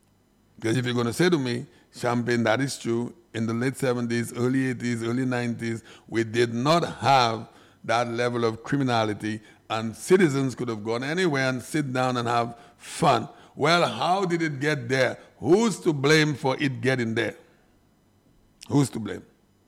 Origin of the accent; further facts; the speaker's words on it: Castries, St. Lucia; I grew up in the Castries Basin.